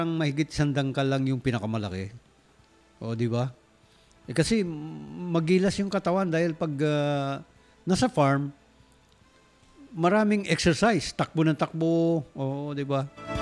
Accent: Davao, Davao Region, Philippines; Ba, doon sa amin sa Davao, pati yung uod sa ilalim ng puno ng niyog, tawag namin doon ay batud sa Bisaya.

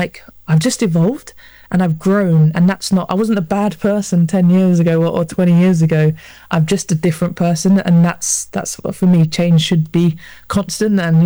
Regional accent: London, United Kingdom; accent: South London; because I don't realize I have an accent until I speak to other people who are not from South London, and I go, oh yeah, I actually sound quite different.

